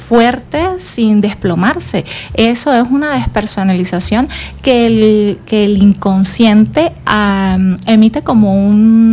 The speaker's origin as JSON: {"language": "Spanish", "country": "Venezuela", "said": "Todavía los venezolanos estamos en shock."}